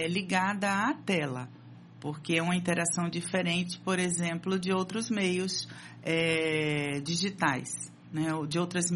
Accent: Pernambuco, Brazil; moved away as an adult; also born or lived in Rio de Janeiro / São Paulo; eu sou pernambucana, morei muitos anos no Rio de Janeiro, já adulta, e assim, morei por mais de 17 anos no Rio, e eu percebo que ainda trago alguns traços do falar carioca.

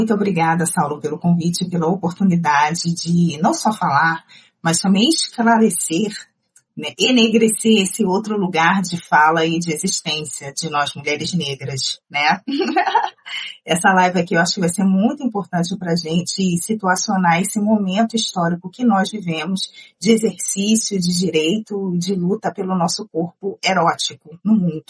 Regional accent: Rio de Janeiro, Brazil; do Rio de Janeiro, da Baixada Fluminense. Para quem não conhece, Baixada Fluminense aqui no estado do Rio de Janeiro é uma região metropolitana periférica

